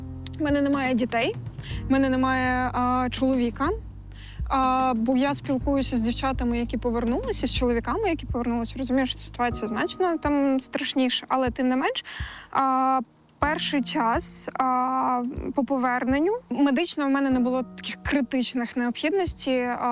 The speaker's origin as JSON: {"language": "Ukrainian", "region": "Crimea", "country": "Ukraine", "tie": "born or raised there", "said": "мого рідного Криму"}